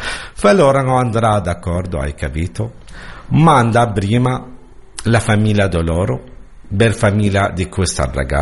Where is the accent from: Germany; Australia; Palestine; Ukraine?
Palestine; Jabalia, Gaza Governorate; Italian is a second language; moved away as an adult; now in Italy; Io vengo di Gaza, proprio di nord di Gaza, campo di Jabalia. Sono 49 anni.